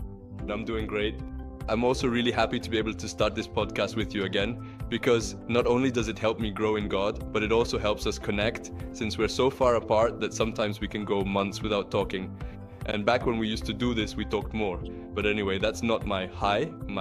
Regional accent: United States; We're going to be speaking Spanglish because we grew up in the United States.

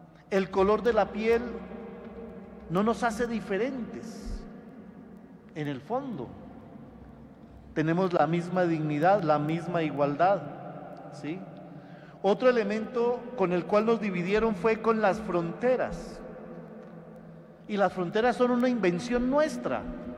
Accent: Colombia; olvidamos que somos colombianos

